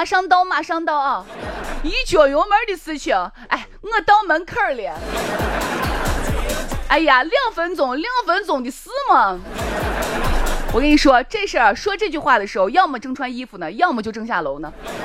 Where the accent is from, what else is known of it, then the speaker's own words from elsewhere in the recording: Shaanxi, China; 咱们陕西人